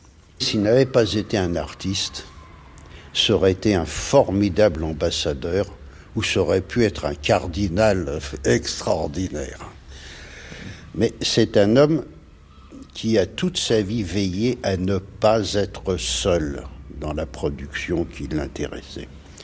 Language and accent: French; Paris, Île-de-France, France; parce que moi, je suis parisien, et l'URSSAF est dans le Lot.